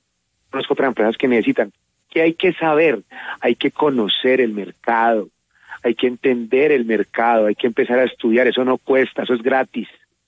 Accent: Colombia; now in Round Rock, Texas, United States; sí, yo soy colombiano.

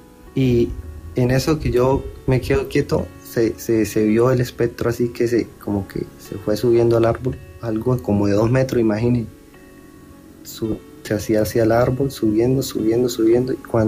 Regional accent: Cúcuta, Norte de Santander, Colombia; born there

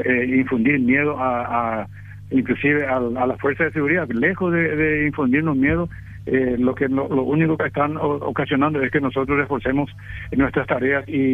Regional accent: Paraguay; Somos fuerzas de seguridad, somos paraguayos

